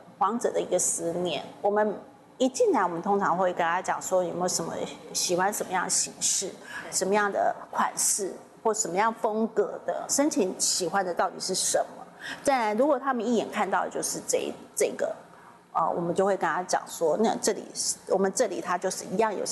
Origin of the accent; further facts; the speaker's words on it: Taiwan; 我们台湾人